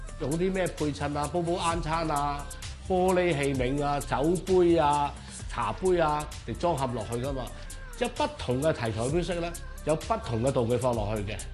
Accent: Hong Kong; 是长洲北社街坊会的主席，我在长洲出世的。

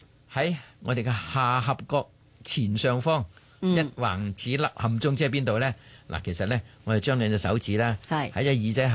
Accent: Guangdong, China; 我哋廣東人

